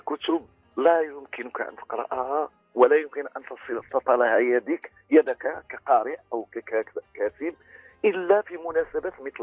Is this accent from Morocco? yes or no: yes; Morocco